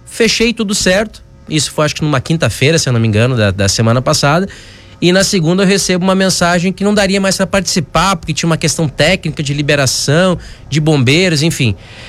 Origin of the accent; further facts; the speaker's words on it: Farroupilha, Rio Grande do Sul, Brazil; E a gente é de Farroupilha, a Haldei é de Farroupilha, importante isso. Não é um forasteiro que tá vindo de outra cidade para se aproveitar de um evento, não é isso. Somos de Farroupilha.